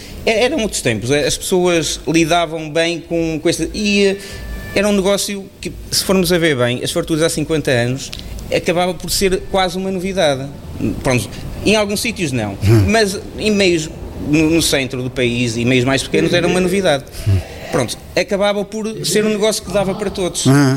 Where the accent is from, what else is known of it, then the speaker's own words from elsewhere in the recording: Carvalhais, Viseu, Portugal; aqui da nossa zona, estou a falar de Valadares, Carvalhais, São Pedro do Sul